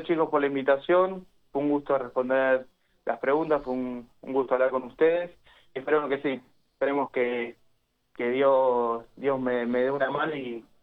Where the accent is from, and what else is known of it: Argentina